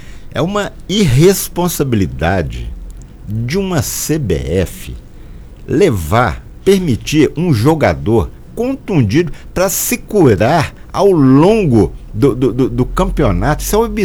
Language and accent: Portuguese; Brazil; a realidade nossa dos brasileiros